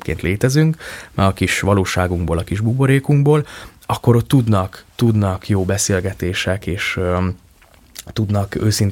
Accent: Sopron, Győr-Moson-Sopron, Hungary; én soproni vagyok

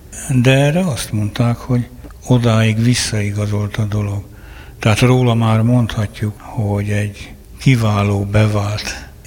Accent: Jászberény, Jász-Nagykun-Szolnok, Hungary; Jászberényi vagyok, és egy végtelenül túlburjánzó, szinte mintha tudta volna végső stádiumában lévő kert mellett ment el az ember.

